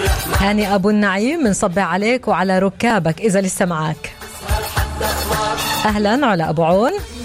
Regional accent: Palestine; أكتر أزواج مخلصين عندنا في فلسطين

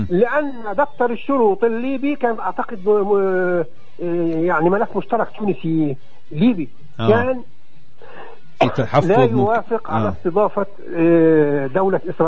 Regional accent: Palestine; إحنا كفلسطينيين جالسين في بيوتنا الآن

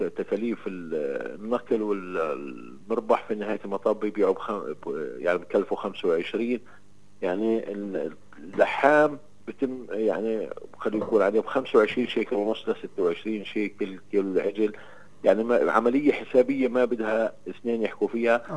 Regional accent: Palestine

